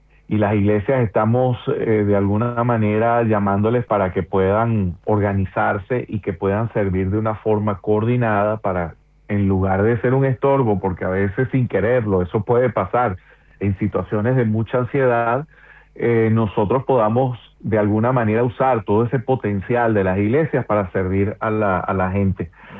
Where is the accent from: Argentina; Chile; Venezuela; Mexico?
Venezuela; nos ha caracterizado como venezolanos, pero también como iglesia